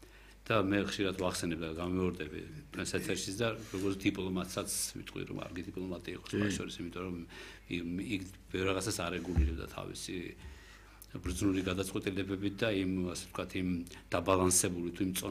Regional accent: Tbilisi, Georgia; მე დავიბადე, გავიზარდე მეიდანში, მეიდნელი ვარ მე და უბრალოდ იმ ძველ თბილისში, სადაც იმ 100 მეტრის რადიუსში, სადაც მე ცხოვრობდი

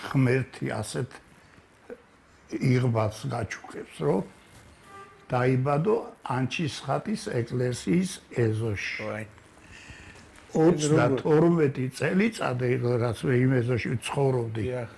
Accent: Tbilisi, Georgia; დავიბადე და გავიზარდე ტრადიციულ თბილისურ უბანში, სადაც ერთმანეთის მოგზალება, ერთმანეთის სიყვარული პატივისცემა უმაღლეს დონეზე იყო.

